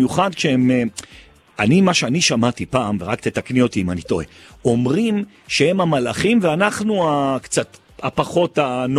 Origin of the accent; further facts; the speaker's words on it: Jerusalem, Jerusalem District, Israel; אני ירושלמי ומשדר ברדיו.